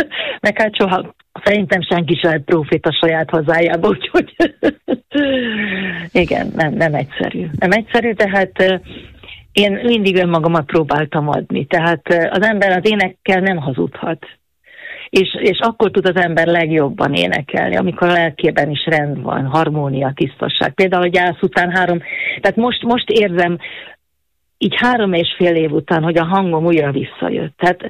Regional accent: Northern Hungary, Hungary; accent: Palóc; mert azért palócosan beszélni, az valahogy együtt járt az én észjárásommal is.

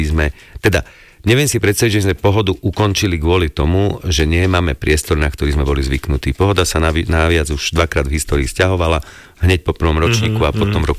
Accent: Trenčín, Trenčín Region, Slovakia; Ja som z Trenčína

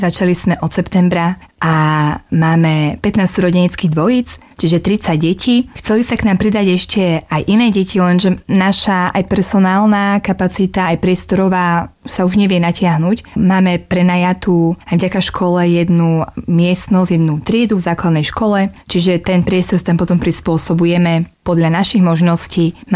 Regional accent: Malcov, Prešov Region, Slovakia; som ich našla u nás v Malcove.

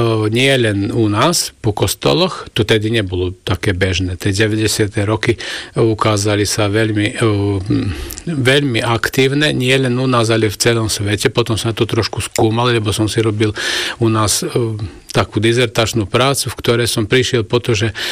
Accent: Vojvodina, Serbia; tam u nás na Dolnej zemi

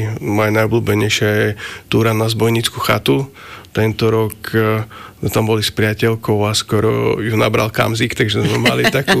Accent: Poprad, Prešov Region, Slovakia; now in Bratislava, Slovakia; moje rodisko, mesto Poprad

